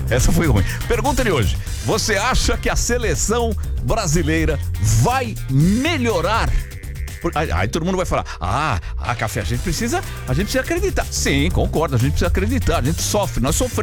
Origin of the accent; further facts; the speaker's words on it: Brazil; nosso papel como brasileiro e patriota